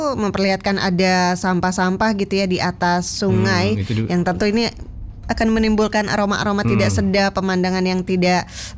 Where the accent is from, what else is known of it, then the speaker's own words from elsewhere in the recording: Bogor, West Java, Indonesia; kita sebagai warga Bogor